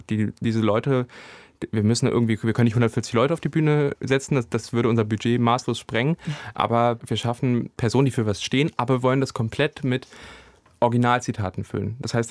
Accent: Harz, Germany; Ich meine, ich komme aus dem Harz, mein ganzer Schulhof stand voll mit Simson-Mopeds, wie wahrscheinlich vielen Leuten.

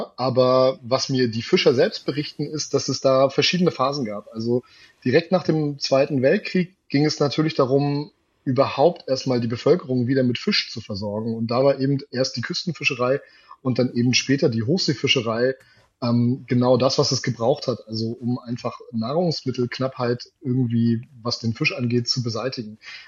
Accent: Rostock, Mecklenburg-Vorpommern, Germany; Also ich bin in Rostock geboren, 1989. Meine gesamte Familie kommt aus dem Schiffbau.

